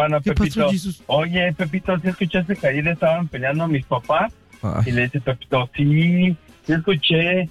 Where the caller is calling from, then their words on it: Coajimalpa, Mexico City, Mexico; De Coajimalpa.